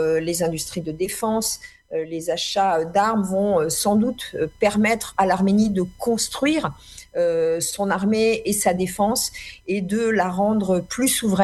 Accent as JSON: {"language": "French", "country": "France", "said": "Évidemment, moi en tant que française d'origine arménienne, je n'ai pas à commenter les options politiques de Nikol Pachinian."}